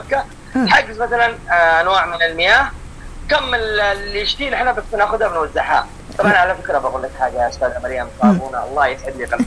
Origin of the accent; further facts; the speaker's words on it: Aden, Yemen; وكانوا يقولوا لي أنت من فين؟ أقول لهم أنا من عدن. أيوة بعدين ربطوا لي